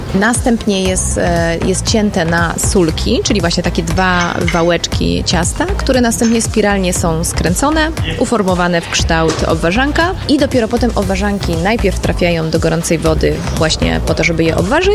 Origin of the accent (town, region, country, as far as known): Kraków, Lesser Poland, Poland